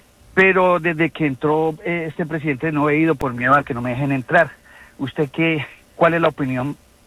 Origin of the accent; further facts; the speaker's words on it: Colombia; moved away; Y he salido para mi país, que soy colombiano, he ido y vuelta.